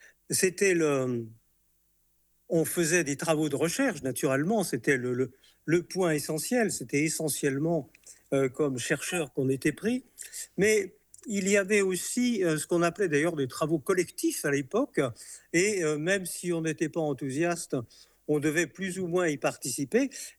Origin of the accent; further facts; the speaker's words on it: Lyon, Auvergne-Rhône-Alpes, France; moved away as an adult; Je suis né à Lyon, je suis resté à Lyon pendant 20 ans.